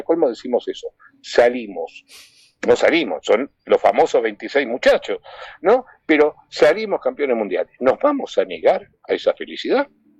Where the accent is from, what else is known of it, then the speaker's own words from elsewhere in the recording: Argentina; los argentinos, hasta donde sé, somos argentinos y argentinas